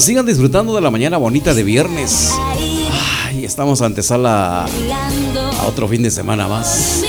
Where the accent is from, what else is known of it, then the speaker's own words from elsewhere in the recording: Guatemala; También somos pilas los guatemaltecos.